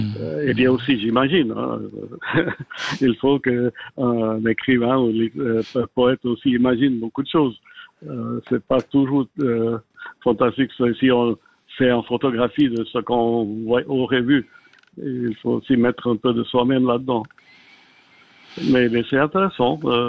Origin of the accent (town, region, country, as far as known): Geneva, Switzerland; born or raised there